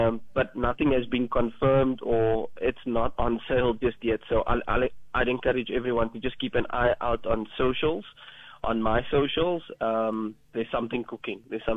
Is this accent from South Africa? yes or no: yes; Cape Town, Western Cape, South Africa; I was born and grew up in an area called Mitchell's Plain, a fairly underprivileged area over here in Cape Town, mm-hmm. where the conditions aren't always ideal, but the area is packed with talent, whether it be sport or music or just anything.